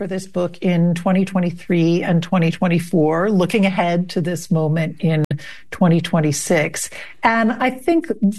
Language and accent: English; Philadelphia, Pennsylvania, United States; So it starts in Philadelphia with the American Revolution. That also happens to be my hometown.